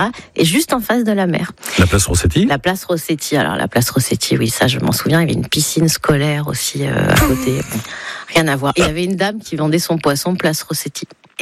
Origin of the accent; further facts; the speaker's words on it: Nice, Provence-Alpes-Côte d'Azur, France; Je suis du sud. Et je sais à peine nager, je suis niçoise.